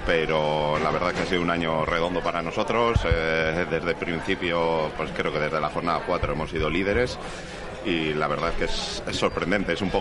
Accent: Amorebieta, Basque Country, Spain

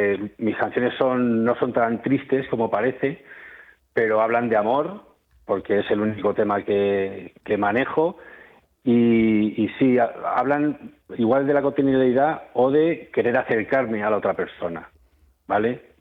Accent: Albacete, Castilla-La Mancha, Spain; soy un cantautor de Albacete.

